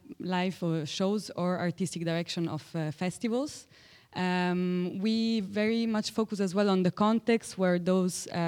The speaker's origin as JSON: {"language": "English", "country": "Italy", "second_language": "English", "lives_now": "Turin, Italy", "said": "I'm from Italy. I live in Turin"}